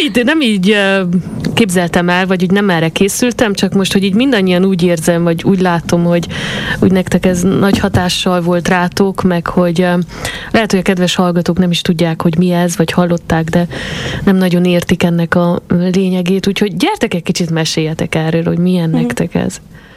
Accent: Gheorgheni, Harghita, Romania; ez számomra gyergyóiként egy külön áldás

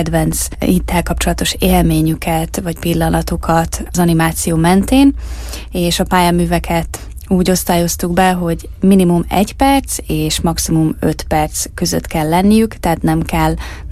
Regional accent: Hungary; ezt én nyilván tudom magyarként

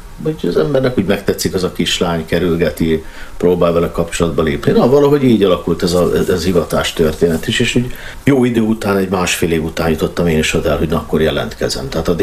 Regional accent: Piliscsaba, Pest, Hungary; moved away as an adult; now in Transcarpathia, Ukraine; Pilis Csabán ott nőttem föl

